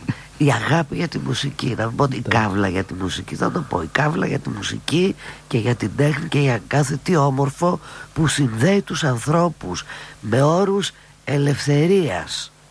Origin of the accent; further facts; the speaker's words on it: Athens, Attica, Greece; εμείς που είμαστε City Rats, δηλαδή παιδιά που γεννηθήκαμε στην Αθήνα, αυτό ξέρουμε. Εδώ γεννηθήκαμε, εδώ μεγαλώσαμε, εδώ ερωτευθήκαμε, εδώ ζούμε